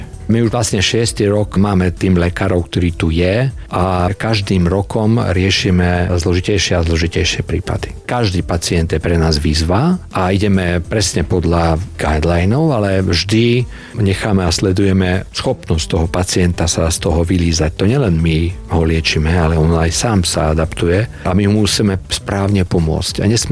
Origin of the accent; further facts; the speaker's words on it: Košice, Košice Region, Slovakia; Tak ja som Košičan